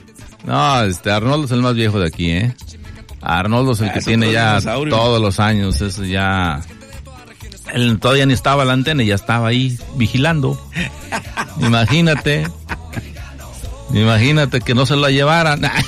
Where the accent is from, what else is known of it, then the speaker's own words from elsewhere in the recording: Hidalgo, Mexico; moved away; Yo soy del estado de Hidalgo. A mí Hidalgo, mi pueblo no me gustó desde pequeño, yo quería crecer e irme de ahí.